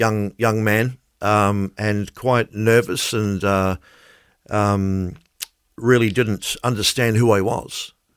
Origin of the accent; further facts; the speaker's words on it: New Zealand; Back in my day, I grew up in New Zealand.